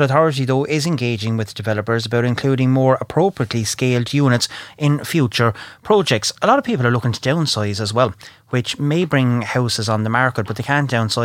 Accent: Ireland; although we're not happy, we're Irish people.

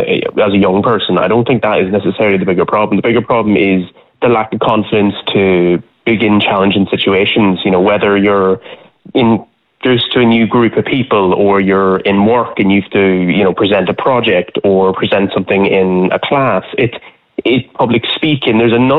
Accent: Ireland; Because I grew up in Southern Ireland as a Protestant

